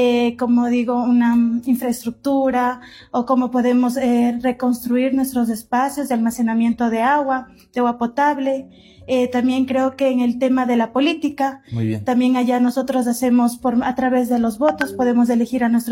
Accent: Ecuador; soy del país de Ecuador.

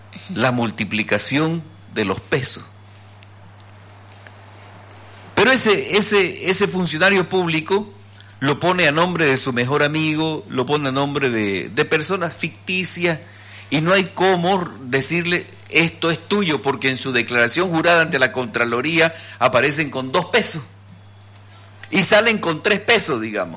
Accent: Bolivia; Y nosotros somos bolivianos comunes.

